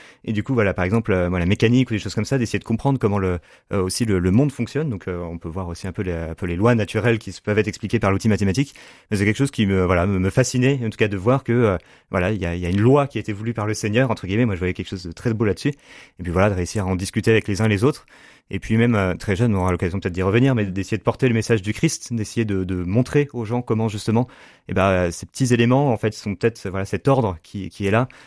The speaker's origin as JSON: {"language": "French", "town": "Le Mans", "region": "Pays de la Loire", "country": "France", "tie": "born or raised there", "said": "venant du Mans, peut-être que ça joue aussi beaucoup. J'ai grandi au Mans, donc j'ai fait mon collège-lycée"}